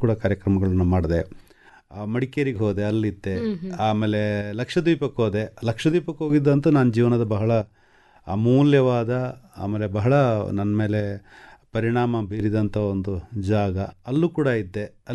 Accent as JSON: {"language": "Kannada", "area": "Kodagu", "region": "Karnataka", "country": "India", "tie": "born or raised there", "moved": "yes", "said": "ಯಾಕಂದ್ರೆ ನಾವು ಕೊಡಗಲ್ಲಿ ಇದ್ದಿತ್ತು"}